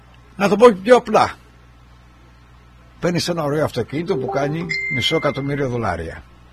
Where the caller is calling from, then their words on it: Florida, United States; Εγώ είμαι στη Φλόριντα